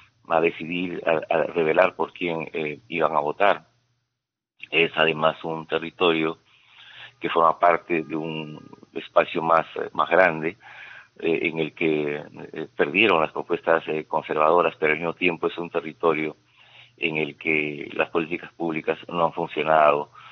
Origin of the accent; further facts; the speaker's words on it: Huánuco, Peru; cómo nos ubicamos los huanuqueños en el contexto nacional